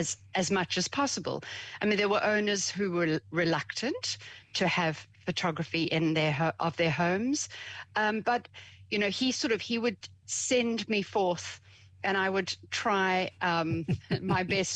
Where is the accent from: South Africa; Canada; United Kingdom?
South Africa; moved away as an adult; now in New Zealand; I am from South Africa. You might pick up the accent, but, you know, been here a little while.